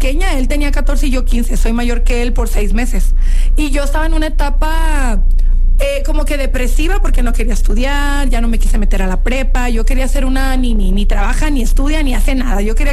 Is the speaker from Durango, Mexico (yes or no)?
no; Ameca, Jalisco, Mexico; moved away; Yo soy de Ameca, Jalisco.